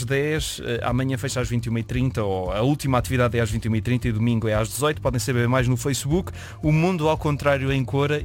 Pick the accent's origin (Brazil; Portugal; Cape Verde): Portugal; Porto; born there; no centro comercial de Sedofeita, no Porto, Sedofeita onde eu nasci, pelo menos é quando está na minha cédula de nascimento.